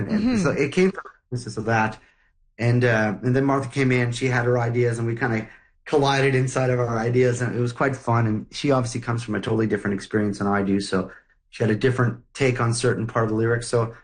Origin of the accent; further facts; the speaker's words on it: Montreal, Quebec, Canada; I grew up in Montreal, so I grew up being exposed